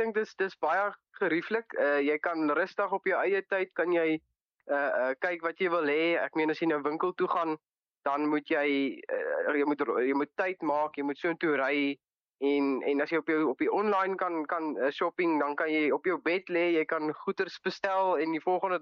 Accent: Bloemfontein, Free State, South Africa; ek is hier in Medikliniek gebore hier in Bloemfontein. Ek is nog al die jare hier so, nog steeds hier in Bloemfontein. Ek was op die kleuterskool, was ek in Tinktinkieland en in laerskool was ek by Willem Posma. En hoërskool is ek nou in Hoërskool Sentraal.

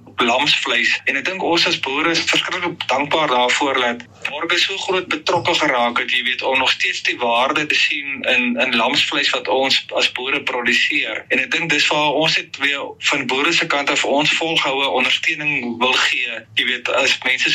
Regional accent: Carnarvon, Northern Cape, South Africa; so ek is hier van Carnarvon, so ons boer hier in die Carnarvon district.

